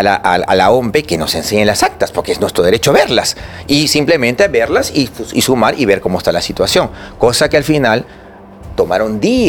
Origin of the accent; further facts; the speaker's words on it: Peru; Eso nos ha hecho mucho daño como peruanos.